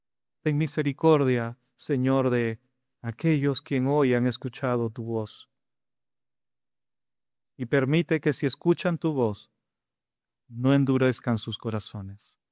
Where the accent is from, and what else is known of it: Peru